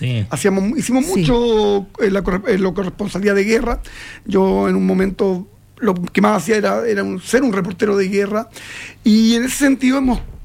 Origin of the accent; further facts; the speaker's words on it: Chile; Tierra de tanta importancia para nosotros como chilenos